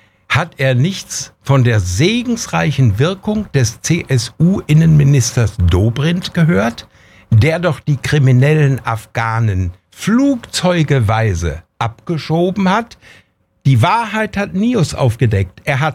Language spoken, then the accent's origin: German; Bad Oeynhausen, North Rhine-Westphalia, Germany; als der Junge, der Abiturient in Bad Oeynhausen in meiner Heimat, abgestochen worden ist. Da bin ich ja ausgeflippt hier. Es war meine Schule.